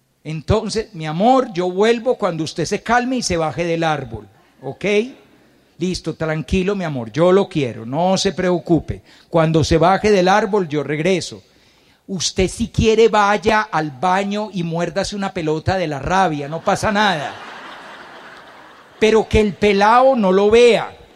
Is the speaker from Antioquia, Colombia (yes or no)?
yes; Antioquia, Colombia; somos paisas